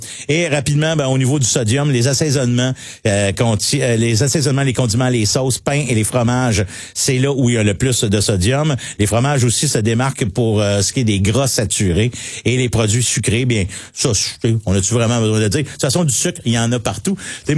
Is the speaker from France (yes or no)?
no; Mont-Saint-Hilaire, Quebec, Canada; Je viens de Mont-Saint-Hilaire. J'ai grandi, j'ai été à Mont-Saint-Hilaire une bonne partie de ma vie. Il est la capitale à peu près de la pomme au Québec.